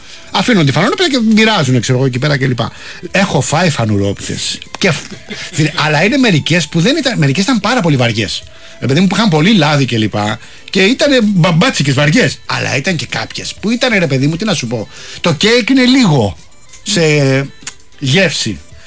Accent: Rafina, Attica, Greece; Τουλάχιστον στη Ραφίνα την πατρίδα μου, επειδή φεύγανε οι παραθεριστές

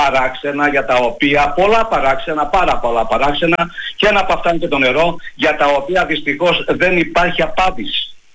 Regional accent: Vartholomio, Western Greece, Greece; born there; Λοιπόν, εγώ γεννήθηκα στο Βαρθολομιό, δραστηριοποιούμε στο Βαρθολομιό, το επάγγελμά μου στο Βαρθολομιό.

